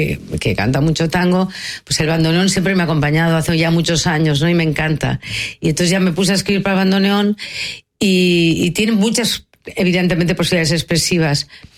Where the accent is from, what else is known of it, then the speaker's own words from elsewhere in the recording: Catalonia, Spain; cuando estoy en Madrid me siento catalana, cuando estoy en París me siento quizá española, y cuando estaba en Boston me sentía europea